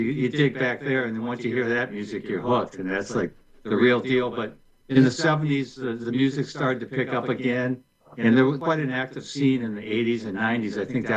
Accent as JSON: {"language": "English", "town": "St. Paul", "region": "Minnesota", "country": "United States", "tie": "born or raised there", "also_born_or_lived": "St. Anthony / Los Angeles", "said": "little suburb called St. Anthony, literally a few blocks outside the city limits of Minneapolis. But I grew up in St. Paul, and I've been here all my life"}